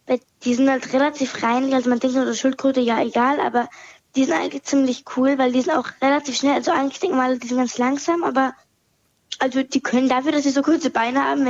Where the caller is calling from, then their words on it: Kiel, Schleswig-Holstein, Germany; Ich bin 12 Jahre alt und komme aus Kiel.